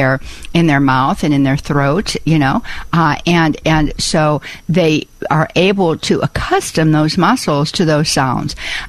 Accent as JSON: {"language": "English", "town": "Pittsburgh", "region": "Pennsylvania", "country": "United States", "accent": "Pittsburgh", "said": "I cannot completely ditch my Pittsburgh accent. I never want to completely ditch my rootedness in a steel city."}